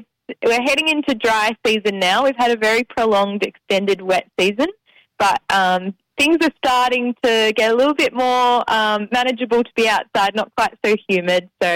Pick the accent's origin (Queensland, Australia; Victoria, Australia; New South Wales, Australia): Victoria, Australia; Kyneton; moved away as an adult; also born or lived in Melbourne, Australia / Alice Springs, Australia; now in Darwin, Australia; I'm a Victorian. I grew up in Kyneton, just down the road. So, was Victoria, Melbourne-based for university. And, but straight out of uni, I moved to the Northern Territory for teaching.